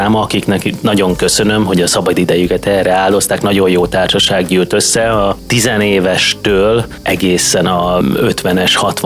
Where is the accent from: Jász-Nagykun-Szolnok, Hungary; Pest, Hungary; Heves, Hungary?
Pest, Hungary; Cegléd; moved away as an adult; én is most már teljes mértékben itt lakom, egy ideje már. Minden héten visszajártam, de tavaly nyáron teljes mértékben ide visszaköltöztem szülővárosomba.